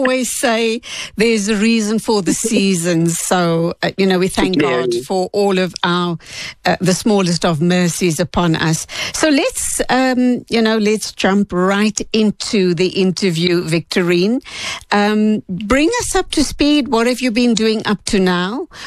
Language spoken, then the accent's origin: English; India; But as an Indian, when I look at African values, they very, very closely aligned to the values we embrace.